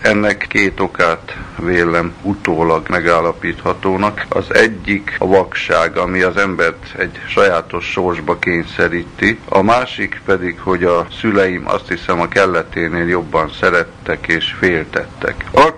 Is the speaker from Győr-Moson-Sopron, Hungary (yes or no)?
yes; Győrszentiván, Győr-Moson-Sopron, Hungary; also born or lived in Vízkelet, Slovakia; Hányattatott sors várt ránk, Vízkeletről ki lettünk telepítve, először apám, anyám meg én, aztán a nagyszüleim 1948-ban, és Tóth Komlós közelébe lettek áttelepítve Csanád Albertire, apám pedig Győr-Szent Ivánra került, ott voltunk 10 évig, ott laktunk